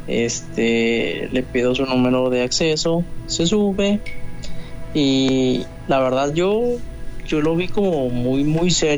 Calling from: León, Guanajuato, Mexico; Desde León, Guanajuato.

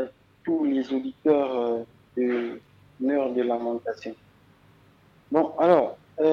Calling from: Gabon; en tant que Gabonais

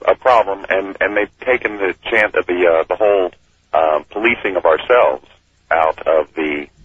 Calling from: Philadelphia, Pennsylvania, United States; from Philly.

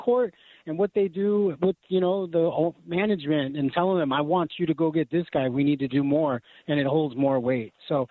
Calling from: Chicago, Illinois, United States; in Chicago.

